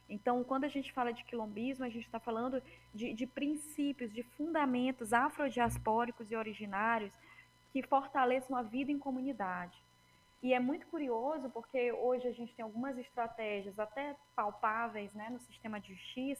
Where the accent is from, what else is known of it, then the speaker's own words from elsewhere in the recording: Maranhão, Brazil; now in Recife, Brazil; Eu sou maranhense, esqueci de nomear isso no começo, mas o meu território é o Maranhão.